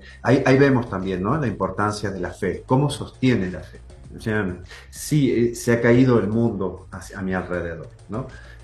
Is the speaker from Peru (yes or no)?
no; Argentina; nosotros como argentinos